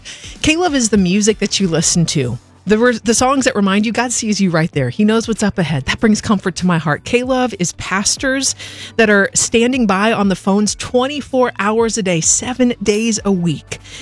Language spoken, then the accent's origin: English; Portland, United States; Maybe you're listening right now from the Portland area. That's my hometown area.